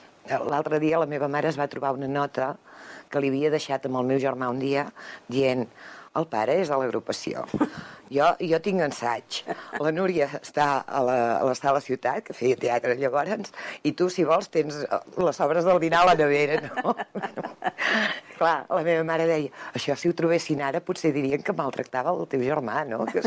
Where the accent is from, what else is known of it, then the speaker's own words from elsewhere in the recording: Catalonia, Spain; born there; also born or lived in Banyoles; jo recordo la meva infantesa, adolescència, a Banyoles. Nosaltres teníem una caravana i vivia tot l'any a Banyoles.